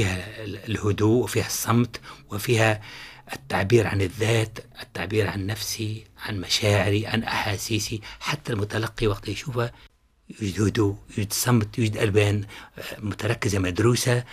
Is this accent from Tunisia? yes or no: yes; Tunisia